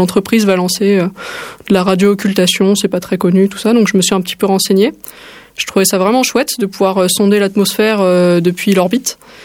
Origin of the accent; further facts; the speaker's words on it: Île-de-France, France; moved away as an adult; now in Toulouse, France; je suis pas originaire de Toulouse à la base, j'ai grandi en banlieue parisienne à côté de Créteil, donc j'ai fait mon lycée là-bas, ma prépa là-bas